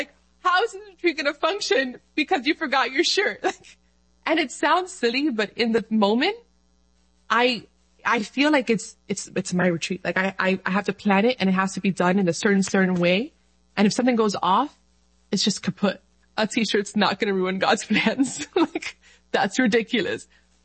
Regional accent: Dominican Republic; I'm Dominican from the Dominican Republic. But I'm also Arabic.

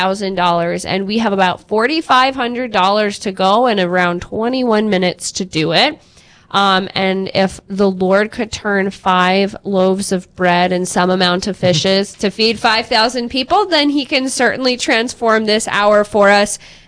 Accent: Dickinson, North Dakota, United States; Yeah, well, like, I grew up in Dickinson

